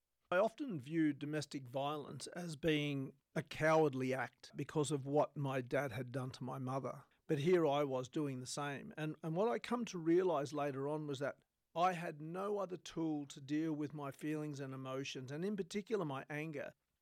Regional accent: Wilcannia, New South Wales, Australia; And on one occasion when we were living on the riverbank in Wilcannia, my hometown, my older brother Graham and I were wrestling around near a 1 gallon drum of boiling hot water.

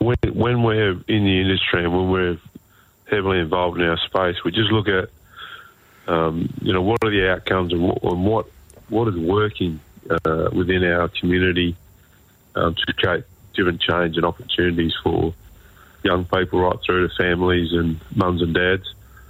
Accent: Western Australia, Australia; our lines go from the southwest all the way up to the Pilbara, and also the Kimberleys on my grandmother's side. And yeah, that's my connection to WA, pretty much most of the state.

